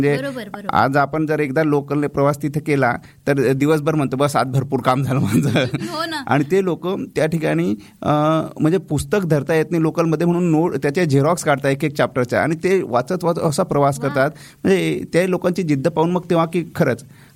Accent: Jalgaon, Maharashtra, India; माझं बालपण इथं जळगावमध्ये झालेलं आहे.

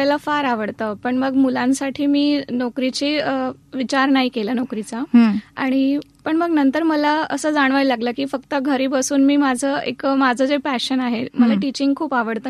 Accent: Chalisgaon, Maharashtra, India; now in Nashik, India; मी मूळची, म्हणजे माझं माहेर चाळीसगावचं, आणि सासरे चाळीसगाव जवळच एक गाव आहे.

